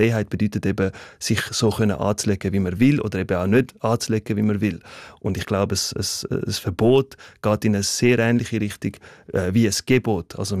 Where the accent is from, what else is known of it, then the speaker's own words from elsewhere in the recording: Switzerland; Ich bin selber in der Schweiz sozialisiert, aufgewachsen eben als quasi Person mit muslimischem Hintergrund.